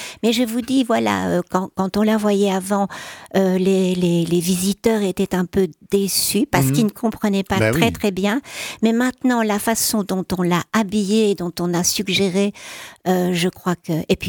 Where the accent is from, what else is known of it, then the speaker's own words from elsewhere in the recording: Liège, Wallonia, Belgium; quand on est liégeois